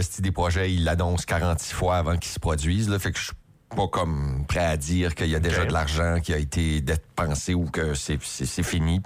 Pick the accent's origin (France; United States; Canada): Canada; Dieppe, New Brunswick; Moi, j'ai été élevé à Dieppe. On est arrivé en 93-94. J'ai fait mon Mathieu Martin. Mon Dieppe était francophone. Mon Légère Corner était francophone.